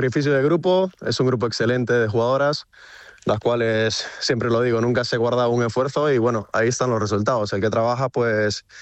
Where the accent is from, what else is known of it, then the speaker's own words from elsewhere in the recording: San Juan Bautista, Nueva Esparta, Venezuela; now in Basque Country, Spain; soy de San Juan Bautista, un pueblo de Nueva Esparta, en la isla de Margarita, en Venezuela. Pero mi madre es de acá y bueno, y hace 11 años emigramos y vinimos aquí estamos felices, la verdad.